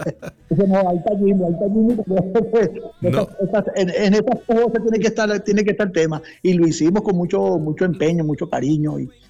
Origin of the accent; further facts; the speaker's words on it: Panama; Panamá es mi tierra que me quiere y me adora desde hace muchísimos años.